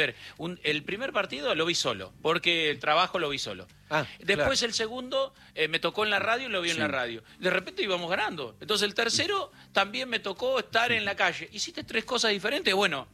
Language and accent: Spanish; Argentina